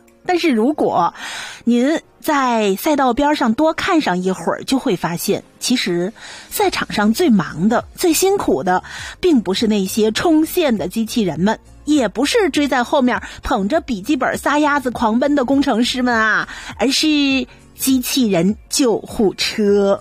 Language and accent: Chinese; Canada; 真的是展现了我们加拿大人这种大家玩大家乐的心态